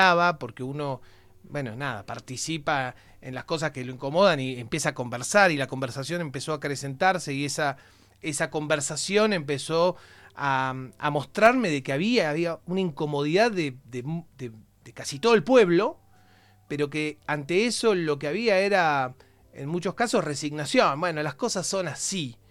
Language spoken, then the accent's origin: Spanish; Argentina